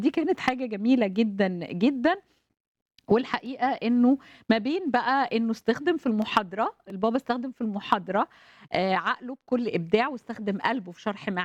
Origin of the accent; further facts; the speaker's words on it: Egypt; مصر بلدنا